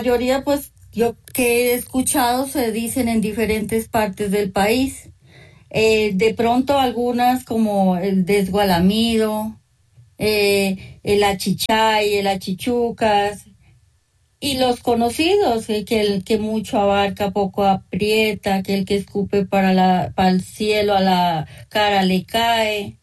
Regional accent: San Bernardo, Nariño, Colombia; now in Bogotá, Colombia; mi hermoso lugar donde me vio crecer y nacer. Aunque desde hace algunos años vivo acá en Bogotá, yo vengo de un pueblo muy cerca a la ciudad de Pasto, la capital. Mi pueblo se llama San Bernardo Nariño.

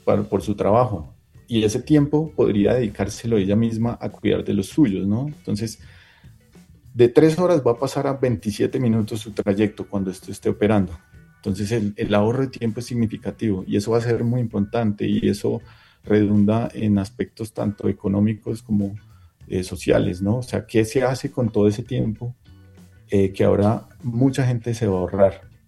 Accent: Bogotá, Colombia; nos representa a todos como bogotanos

